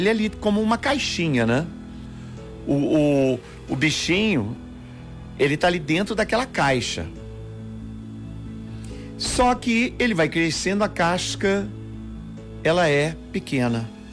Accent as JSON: {"language": "Portuguese", "region": "Minas Gerais", "country": "Brazil", "said": "para nós que somos de Minas, né?"}